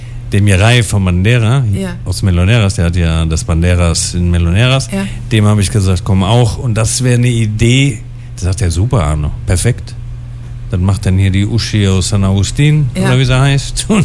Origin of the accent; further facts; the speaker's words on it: Germany; Weil die Kassen sind die Kassen. Da sind wir Deutsche, glaube ich.